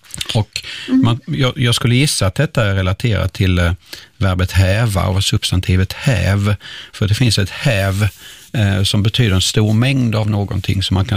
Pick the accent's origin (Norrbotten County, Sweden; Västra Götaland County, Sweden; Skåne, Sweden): Skåne, Sweden; accent: Scanian; I min skånska så betyder det en sticka